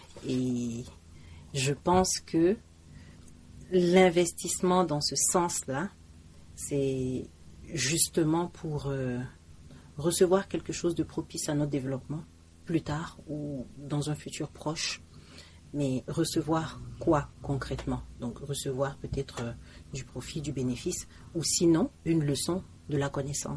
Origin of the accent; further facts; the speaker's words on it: Burkina Faso; now in Togo; En tant que Burkinabé résident au Togo